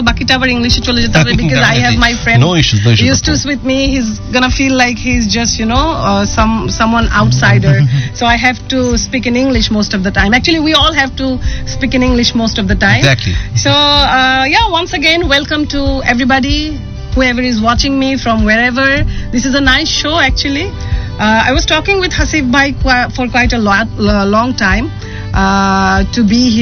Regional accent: Bangladesh; Whenever I'm traveling, because I'm a girl from Bangladesh, we all know how we feel about any girl or any woman who wants to fly high and higher.

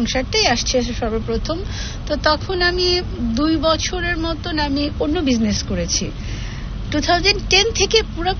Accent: Jamalpur, Mymensingh Division, Bangladesh; also born or lived in Savar; আমার ছোটবেলাটা কেটেছে জামালপুরে, আমি বড় হয়েছি আমার দাদার কাছে।

